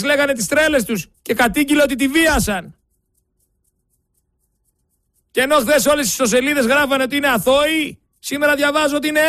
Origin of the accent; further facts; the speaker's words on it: Greece; εμένα που είμαι Έλληνας πολίτης